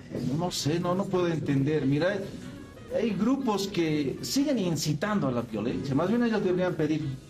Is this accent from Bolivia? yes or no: yes; Bolivia; todos somos bolivianos